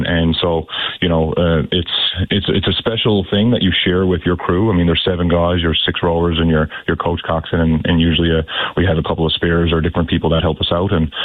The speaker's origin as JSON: {"language": "English", "town": "St. John's", "region": "Newfoundland and Labrador", "country": "Canada", "tie": "born there", "said": "we're living Irish culture here on the island."}